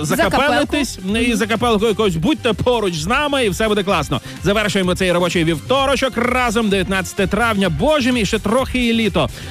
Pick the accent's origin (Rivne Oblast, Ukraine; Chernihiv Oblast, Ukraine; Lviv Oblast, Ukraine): Lviv Oblast, Ukraine; Lviv; я ж зі Львова, да, і закапелки в нас це слово вживається.